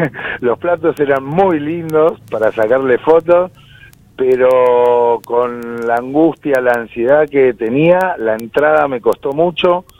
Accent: Río Gallegos, Santa Cruz, Argentina; moved away; Yo estoy muy conectado con Gallegos. Mis amigos entrañables son los de mi infancia, los del secundario, los del Salesiano. También los del Hispano

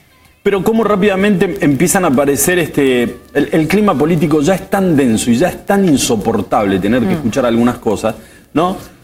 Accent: Río Gallegos, Santa Cruz, Argentina; nosotros somos vecinos de Río Gallegos

